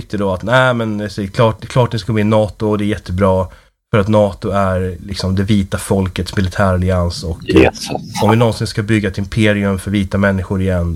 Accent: Uppsala, Uppsala County, Sweden; Jag är uppvuxen med polska vänner och bekanta till familjen. Och när jag växte upp i Uppsala så kände jag fler polacker än norrmän och danskar.

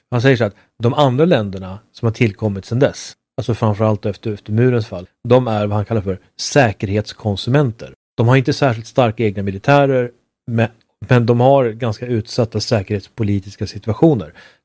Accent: Sweden; Som svensk så börjar man ju nästan lipa när man hör en amerikan säga så fina saker. Om vårt land och vår styrka

